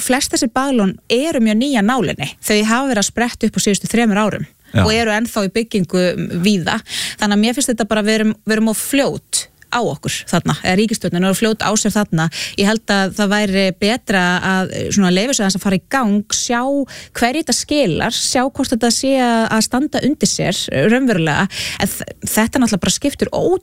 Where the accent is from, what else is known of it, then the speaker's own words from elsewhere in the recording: Flúðir, Southern Region, Iceland; ég nú alveg upp á Flúðum til dæmis og það var, svona í minni æsku, það var í raun og veru ekkert þangað að sækja.